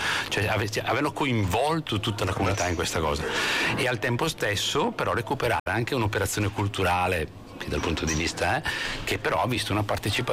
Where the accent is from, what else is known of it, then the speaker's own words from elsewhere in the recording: Chiari, Lombardy, Italy; io sono di Chiari di origine